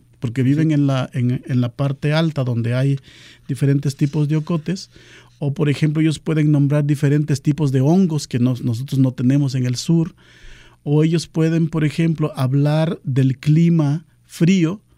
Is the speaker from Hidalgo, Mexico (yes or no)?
no; Pajapan, Veracruz, Mexico; first language Nahuatl; Spanish is a second language; Yo soy hablante de Náhuatl del Sur de Veracruz, específicamente del municipio de Pajapan. Es una de las tres variantes que existen del Náhuatl en el sur de Veracruz. Y, bueno, como les decía, hablo esta lengua desde muy chico. Es mi lengua nativa